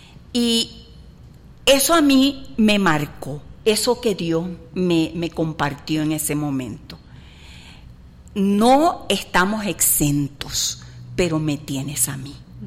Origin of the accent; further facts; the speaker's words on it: Puerto Rico; moved away as an adult; now in Costa Rica; Los puertorriqueños somos estadounidenses también